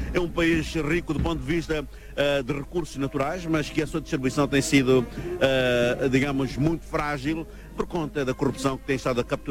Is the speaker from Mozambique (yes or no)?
yes; Mozambique; Portanto, eu penso que se todos nós, enquanto moçambicanos, estivermos engajados numa única causa, que é construirmos o Moçambique de todos e para todos